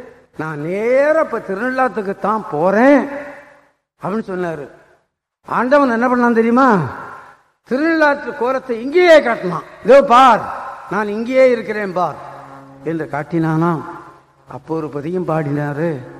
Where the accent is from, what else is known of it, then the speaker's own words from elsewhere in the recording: Veerakannan, Tamil Nadu, India; born there; now in Chennai, India; நான் வீராக்கண்ணன்னு ஒரு ஊர்ல பிறந்தேன், தருமபுரத்துல படித்தேன், மெட்ராஸுக்கு வந்தேன்.